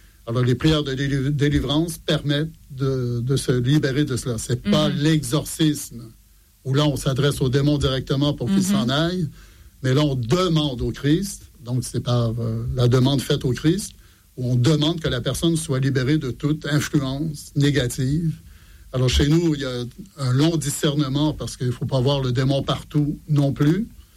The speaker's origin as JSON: {"language": "French", "town": "Montreal", "region": "Quebec", "country": "Canada", "tie": "born or raised there", "moved": "as an adult", "lives_now": "France"}